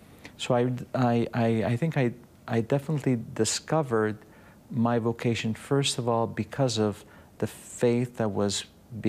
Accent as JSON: {"language": "English", "town": "Montreal", "region": "Quebec", "country": "Canada", "tie": "born or raised there", "said": "I am from Montreal, born and raised, son of Italian immigrants."}